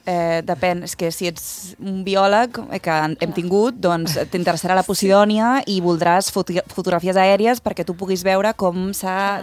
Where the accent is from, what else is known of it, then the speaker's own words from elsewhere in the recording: Barcelona, Catalonia, Spain; now in Mallorca, Spain; jo soc de Barcelona, però clar, ara estic vivint aquí